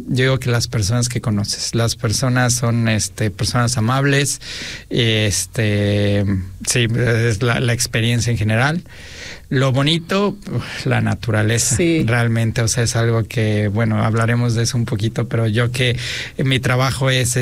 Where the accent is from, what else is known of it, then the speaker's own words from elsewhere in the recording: Mexico City, Mexico; originario de lo que es hoy la CDMX, pero nosotros la conocemos